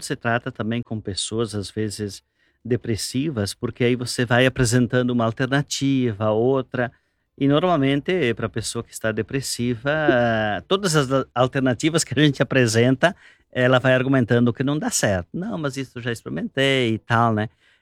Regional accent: São Jorge, Rio Grande do Sul, Brazil; quando eu era criança, em São Jorge, lugar pequeno, uma vez por ano o padre passava a dar as bênçãos nas casas.

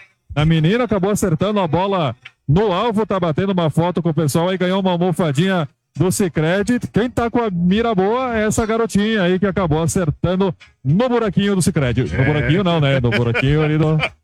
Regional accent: Brazil; Eu, como bom brasileiro

